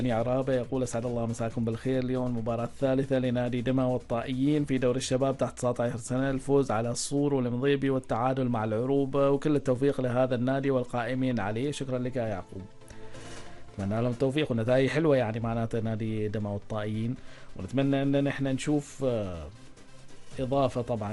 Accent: Muscat, Muscat Governorate, Oman; عندنا في مسقط

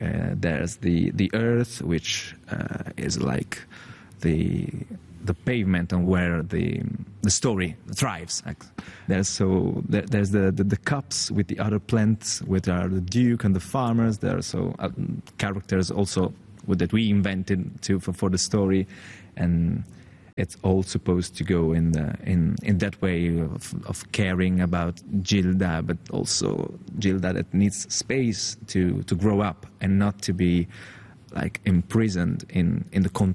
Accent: Italy

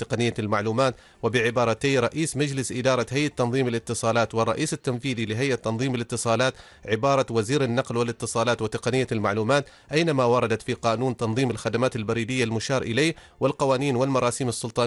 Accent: Oman; طبعا معروفة الهبطات عندنا في سلطنة عمان

